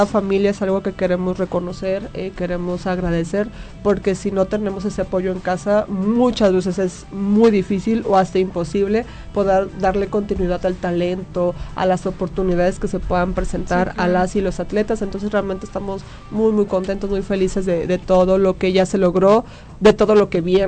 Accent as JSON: {"language": "Spanish", "town": "Tuxpan", "country": "Mexico", "said": "Tuxpan, que nunca voy a perder el amor y la identidad que tengo con mi tierra."}